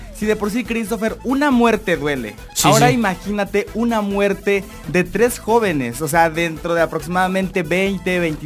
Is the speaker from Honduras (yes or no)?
no; Comitán, Chiapas, Mexico; now in Terán, Mexico; bien se sabe que yo soy de Comitán